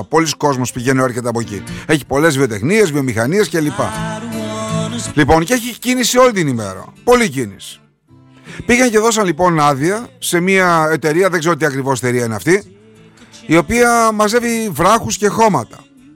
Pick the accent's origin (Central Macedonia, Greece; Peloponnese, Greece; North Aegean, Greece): Central Macedonia, Greece; Thessaloniki